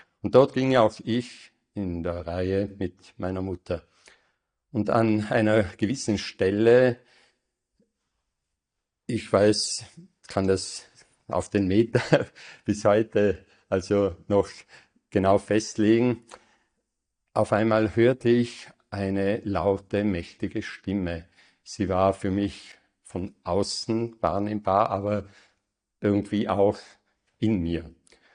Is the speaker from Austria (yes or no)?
yes; Tyrol, Austria; moved away as an adult; now in Brixen, Italy; Ich bin in einer ländlichen Familie, also 15 Kilometer südwestlich von Innsbruck beheimatet, bin dort geboren, in dieser Gemeinde und aufgewachsen und vom Elternhaus her auch kirchlich geprägt.